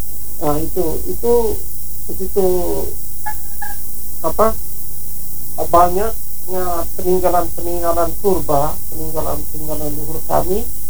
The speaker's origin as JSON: {"language": "Indonesian", "town": "Wolotopo", "region": "East Nusa Tenggara", "country": "Indonesia", "said": "Jadi menjadi batu penyangga itu filosofi kami orang Dio, teristimewa di Wolotopo."}